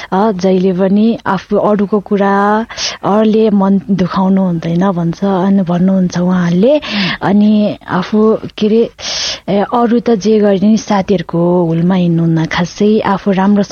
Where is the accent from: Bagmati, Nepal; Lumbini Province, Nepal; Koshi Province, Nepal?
Bagmati, Nepal; Sindhupalchok; born there